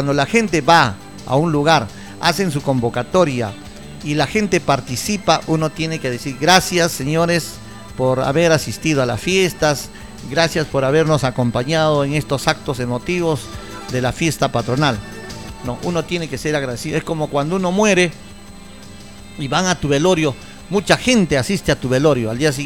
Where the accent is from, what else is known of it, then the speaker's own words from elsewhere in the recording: Peru; somos patriotas bien peruanos, señores.